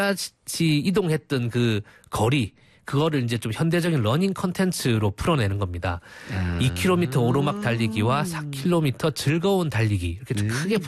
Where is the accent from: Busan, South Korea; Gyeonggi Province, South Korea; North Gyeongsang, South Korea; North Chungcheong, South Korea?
Busan, South Korea; moved away; 제가 또 이제 원래 집이 부산이지 않습니까?